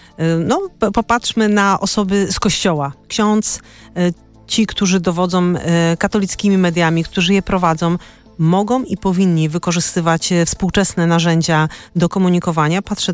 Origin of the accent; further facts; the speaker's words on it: Częstochowa, Silesian Voivodeship, Poland; sama jestem częstochowianką